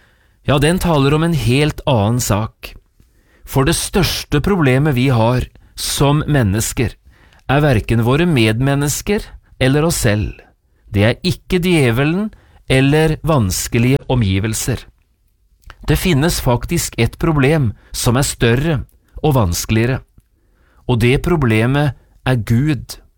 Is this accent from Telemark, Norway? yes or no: yes; Notodden, Telemark, Norway; Hjemme på Notodden hadde vi da jeg vokste opp en bratt bakke som kaltes Tømmebakken.